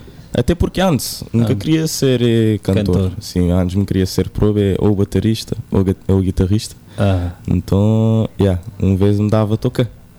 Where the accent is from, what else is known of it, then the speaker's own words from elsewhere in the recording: Sal, Cape Verde; Nunca nasci ali, nasci na São Sendo, mas criei toda a minha vida ali na sala. Então, considero a mim mesmo um salgadinho.